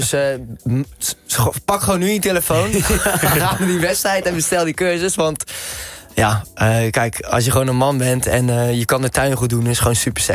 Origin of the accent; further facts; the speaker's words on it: Westland, South Holland, Netherlands; We zijn Westlanders en Nederlanders.